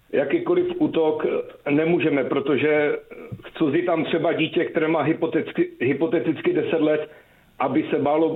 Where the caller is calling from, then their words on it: Zlín Region, Czechia; Hezké dopoledne … a pro představu jsem ze Zlínska, takže fandím Zlínu, co se týče fotbalu.